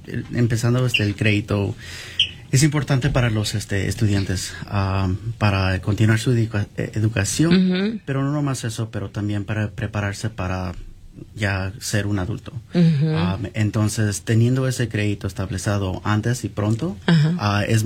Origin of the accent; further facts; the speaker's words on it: Puebla, Mexico; now in Monona, United States; Originalmente de México.